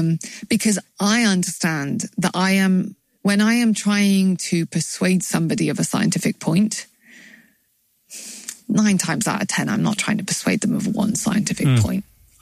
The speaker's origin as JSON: {"language": "English", "country": "United Kingdom"}